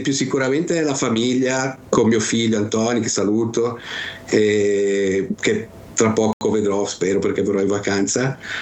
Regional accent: Genoa, Liguria, Italy; now in United Arab Emirates; quando torno a casa sulla sopraelevata, sai, non, la sensazione è soltanto quella di essere a casa

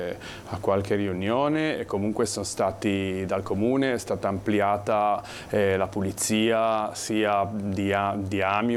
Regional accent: Genoa, Liguria, Italy; da genovese le senti di più perché logicamente ce l'hai in casa.

